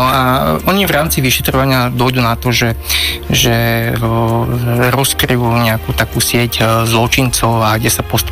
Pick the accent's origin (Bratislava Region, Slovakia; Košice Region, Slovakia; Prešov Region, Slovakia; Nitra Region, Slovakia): Bratislava Region, Slovakia; Modra; ja pochádzam z Modry